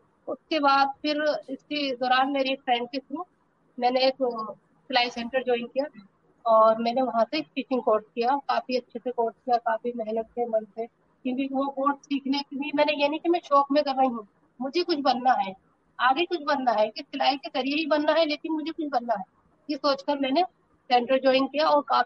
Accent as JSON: {"language": "Hindi", "town": "Rampur", "region": "Uttar Pradesh", "country": "India", "said": "और मैं रामपुर शहर के छोटे से मोहल्ले कलघर के रहने वाली हूँ।"}